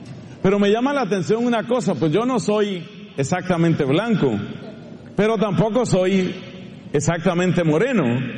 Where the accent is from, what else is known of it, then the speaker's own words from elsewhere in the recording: Colombia; yo, como colombiano, le tengo mucho cariño al plátano